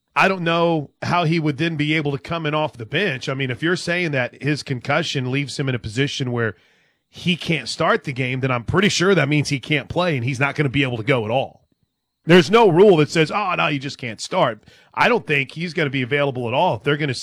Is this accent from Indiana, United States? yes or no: no; Illinois, United States; I don't know if it's because I grew up in Illinois